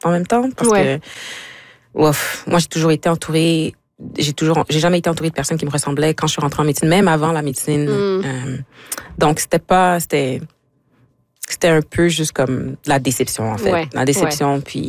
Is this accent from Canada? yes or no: yes; Quebec, Canada; born there; Moi, je suis établie ici, je suis née au Québec. C'est ma maison, c'est mon pays.